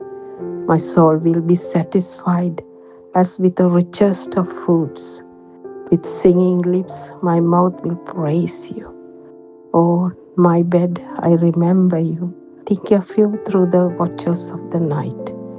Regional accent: Wembley, London, United Kingdom; I am from Wembley.

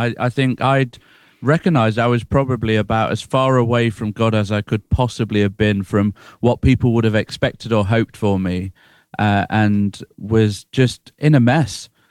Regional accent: East Midlands, United Kingdom; moved away as an adult; also born or lived in France; now in Sutton in Ashfield, United Kingdom; Yeah, Nottinghamshire boy, born and bred. But I have lived in various parts of the country, and I also lived in France for 4 years.

